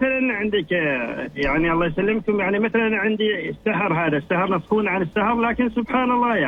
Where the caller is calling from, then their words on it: Muscat, Muscat Governorate, Oman; من مسقط طال عمرك حاليا من الخوير